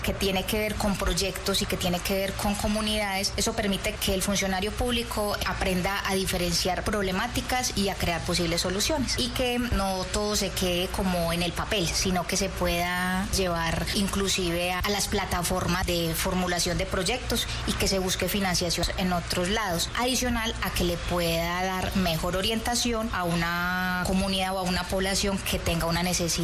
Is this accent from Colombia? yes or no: yes; Sabanalarga, Antioquia, Colombia; moved away as an adult; also born or lived in Urabá; Yo soy orgullosamente nacida en Sabana Larga y he trabajado en Urabá, pero regresé nuevamente a Sabana Larga porque es mi tierra y quiero mucho este pueblo que está bañado por montañas.